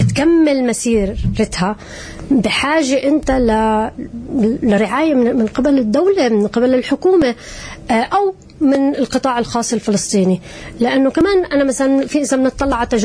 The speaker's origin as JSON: {"language": "Arabic", "country": "Syria", "said": "أنا كلاجئة فلسطينية سورية"}